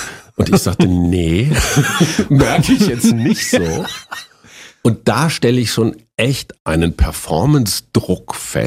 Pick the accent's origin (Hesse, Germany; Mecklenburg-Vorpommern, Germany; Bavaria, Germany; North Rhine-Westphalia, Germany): North Rhine-Westphalia, Germany; Münster; Die städtischen Bühnen in Münster, meiner Heimatstadt, in Westfalen, lagen direkt gegenüber vom Verlagsgebäude